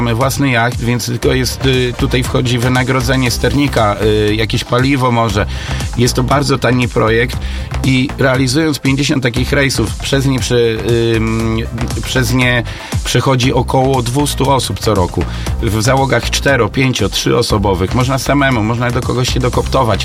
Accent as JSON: {"language": "Polish", "town": "Nowa Wieś", "region": "Warmian-Masurian Voivodeship", "country": "Poland", "said": "Wiesz co, ja nie jestem ambasadorem, bo ja mieszkam na wsi, także jestem z Nowej Wsi, jestem ambasadorem gminy, ale stowarzyszenie jest ambasadorem Iławy"}